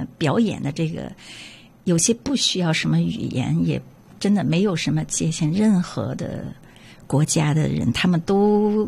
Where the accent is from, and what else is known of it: China; now in Canada